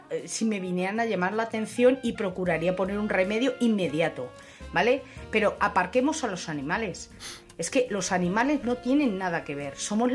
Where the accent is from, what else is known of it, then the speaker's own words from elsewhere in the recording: Madrid, Community of Madrid, Spain; Hola, buenas noches. … de Madrid.